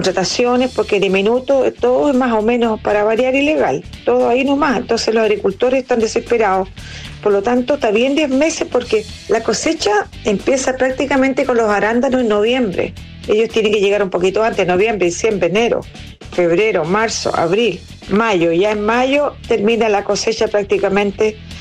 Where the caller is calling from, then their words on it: Quintero, Valparaíso, Chile; de Quintero.